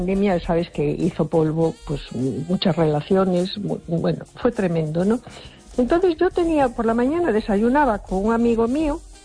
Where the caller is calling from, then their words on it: A Coruña, Galicia, Spain; de Coruña.